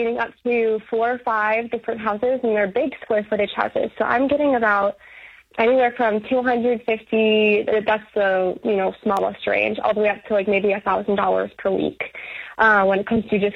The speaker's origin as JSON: {"language": "English", "town": "St. Louis", "region": "Missouri", "country": "United States", "said": "I moved here about 2 hours north of where I'm from in St. Louis here"}